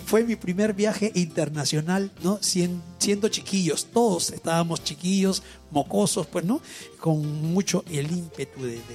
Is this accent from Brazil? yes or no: no; Piura, Peru; moved away; vengo de Piura